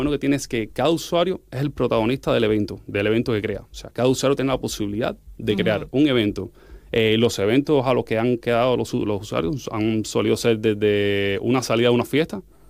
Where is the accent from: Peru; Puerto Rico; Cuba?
Cuba; moved away as an adult; now in Madrid, Spain; Soy de Cuba.